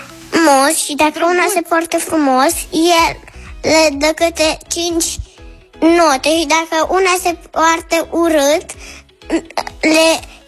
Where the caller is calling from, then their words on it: Iași, Iași County, Romania; din Iași, am 5 ani